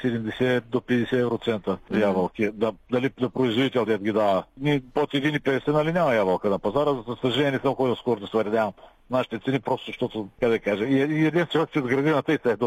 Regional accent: Northeast Bulgaria, Bulgaria; Аз поне съм от Северо-Источна България и там имам си хора

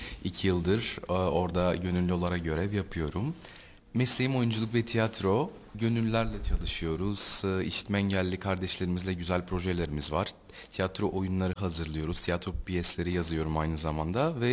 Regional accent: Plovdiv, Plovdiv Province, Bulgaria; Ben de yerli Plovdivliyim.

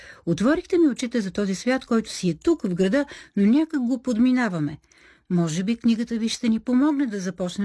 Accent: Singapore; moved away; also born or lived in New York / Delhi; Израснах в Сингапур, преместих се в Нью-Йорк, прекарах известно време в Делхи.

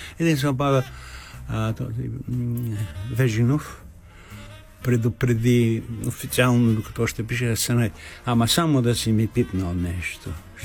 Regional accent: Plovdiv, Plovdiv Province, Bulgaria; А аз съм от Пловдив.

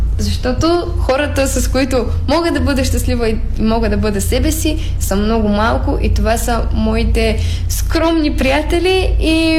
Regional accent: Dobruja, Bulgaria; аз съм от Добруджа

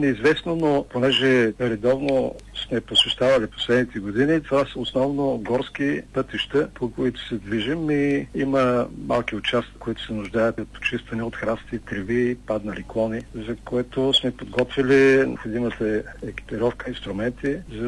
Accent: Plovdiv, Plovdiv Province, Bulgaria; moved away as an adult; now in Bratsigovo, Bulgaria; Аз съм от Пловдив, между другото. Но от 20 години сме в Брацигово със съпругата ми и обичаме планината, природата, и затова се заселихме тук

